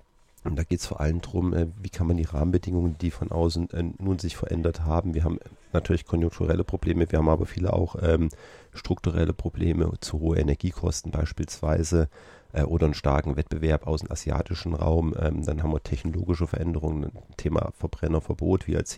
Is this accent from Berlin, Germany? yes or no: no; Thuringia, Germany; Ich komme aus dem Wartburgkreis, deshalb habe ich das am Schirm.